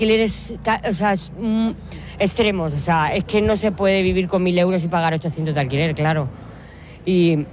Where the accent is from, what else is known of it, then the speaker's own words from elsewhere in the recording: Elche, Valencian Community, Spain; de Elche y yo llevo 17 años viviendo de alquiler.